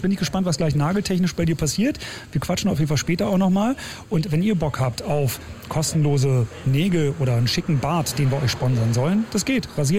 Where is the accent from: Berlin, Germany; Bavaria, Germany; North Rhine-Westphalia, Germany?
Berlin, Germany; Ich komme aus dem Südwesten von Berlin, so Steglitz-Zehlendorf.